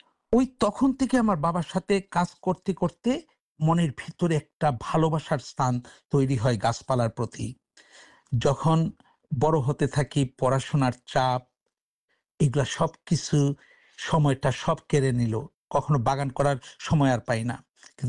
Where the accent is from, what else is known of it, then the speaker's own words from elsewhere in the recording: Bangladesh; now in Sydney, Australia; আমি বাংলাদেশে আমার জন্ম এবং বেড়ে ওঠা